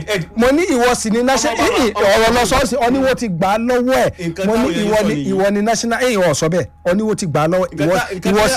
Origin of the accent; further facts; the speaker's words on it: Kaiama, Kwara, Nigeria; I am from Kayama. I was in Kayama prior on Thursday for the primary election.